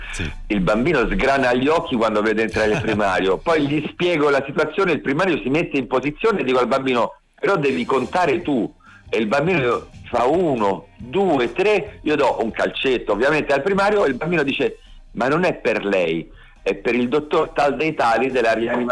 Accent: Rome, Lazio, Italy; Sono romano, sì.

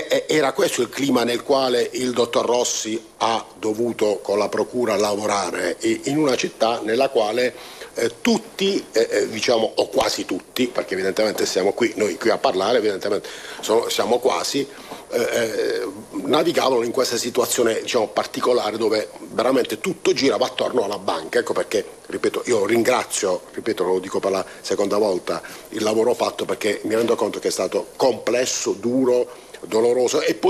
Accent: Bari, Apulia, Italy

